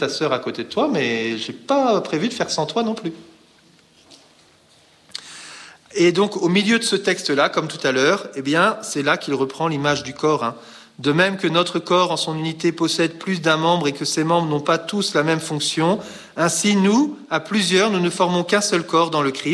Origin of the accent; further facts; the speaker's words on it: Brittany, France; Et puis moi, je suis breton, donc je dirais, ben moi, je vois le cidre